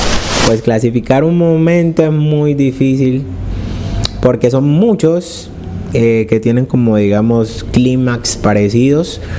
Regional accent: Chocó, Colombia; me preguntan que si soy de República Dominicana, que si soy de otros países, pero no sé por qué soy chocuano, netamente orgulloso de mi linda tierra.

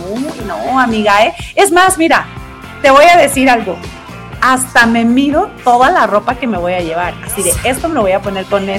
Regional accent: Veracruz, Mexico; porque, pues, como buena jarocha, soy salsera...

